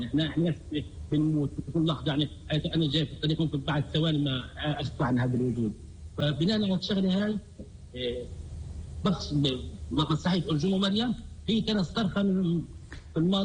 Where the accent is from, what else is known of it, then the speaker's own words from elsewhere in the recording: Gaza, Gaza Strip, Palestine; عندنا في غزة